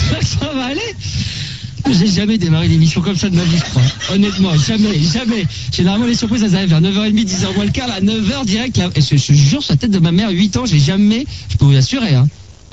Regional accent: Brest, Brittany, France; Je suis de Brest.

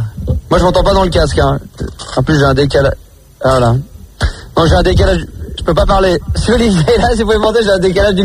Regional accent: Bordeaux, Nouvelle-Aquitaine, France; Le truc, tu dis que je suis pas seul, je suis de Bordeaux.

